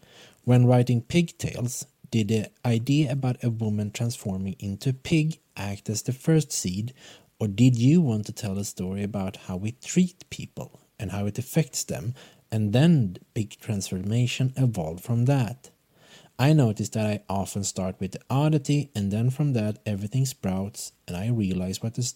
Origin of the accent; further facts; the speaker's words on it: Sweden; Hi, Marie. … I'm from Sweden.